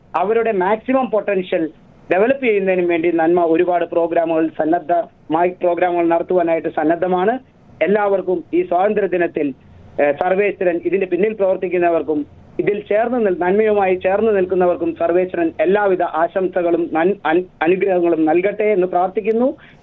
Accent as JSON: {"language": "Malayalam", "region": "Kerala", "country": "India", "said": "ഞാൻ എറണാകുളം ജില്ലയിൽ നിന്നാണ് ഇവിടേക്ക് വന്നത്."}